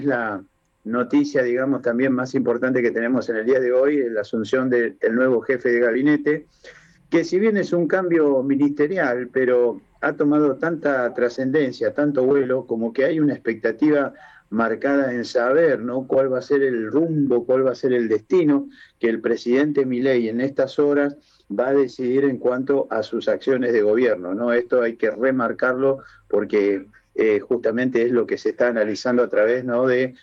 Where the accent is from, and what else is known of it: Argentina